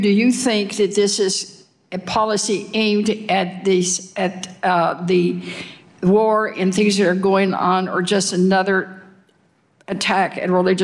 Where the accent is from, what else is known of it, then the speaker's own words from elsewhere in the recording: Texas, United States; I'm from Texas. I'm a native Texan